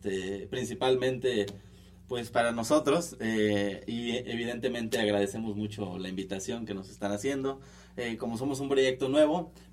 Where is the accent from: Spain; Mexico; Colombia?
Mexico; Tuxpan, Veracruz; now in Puebla, Mexico; Sí, pues yo soy oriundo de la Huasteca Veracruzana